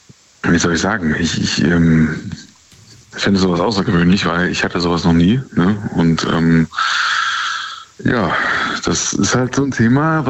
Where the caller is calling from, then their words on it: Essen, North Rhine-Westphalia, Germany; Hi, ich bin aus Essen.